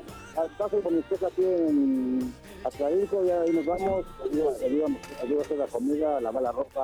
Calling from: Mexico City, Mexico; Aquí en el DF

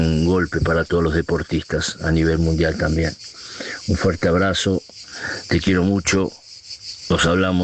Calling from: Rome, Lazio, Italy; de Roma, provincia de Roma

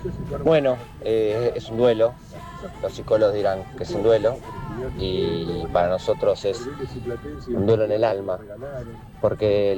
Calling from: Argentina

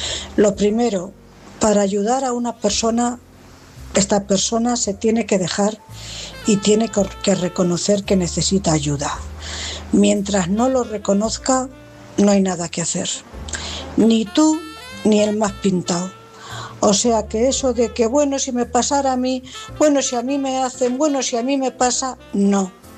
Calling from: Cuenca, Castilla-La Mancha, Spain; Buenas noches … corresponsal de Cuenca.

